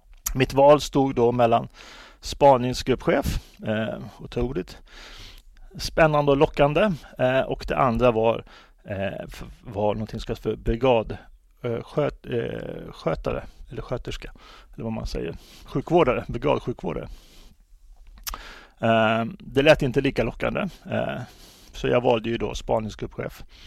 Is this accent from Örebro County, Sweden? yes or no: no; Arvika, Värmland, Sweden; moved away as an adult; also born or lived in Karlstad / United States; Jag hade ju då gått med i Folkpartiet några år tidigare uppe i Arvika efter jag kom hem från USA, men så då flyttade ner till Karlstad